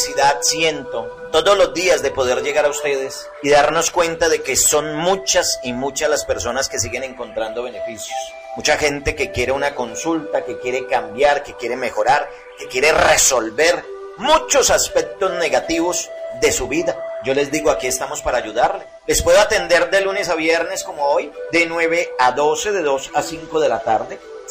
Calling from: Quimbaya, Quindío, Colombia; Profesor maestro de la perfumería Quanon, soy de aquí, de Quimbaya.

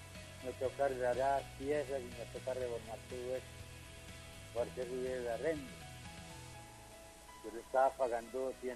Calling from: Quimbaya, Quindío, Colombia; Yo normalmente estoy viviendo en Quimbaya

